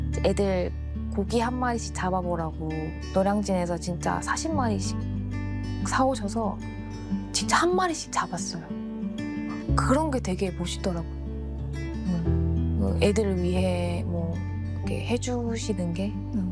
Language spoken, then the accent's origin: Korean; Jinju, South Gyeongsang, South Korea; born there; now in Seoul, South Korea; 저는 진주에서 태어나 때문에 서울로 올라오게 되고 다 배우거든요.